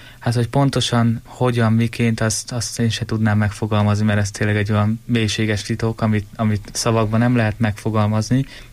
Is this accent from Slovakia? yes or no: no; Göd, Pest, Hungary; az egyházközség, ahonnan származom, Felsőgödön